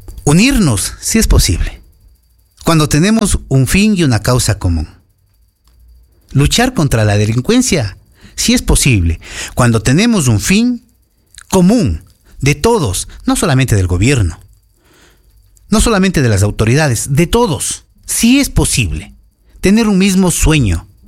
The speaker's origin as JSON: {"language": "Spanish", "country": "Ecuador"}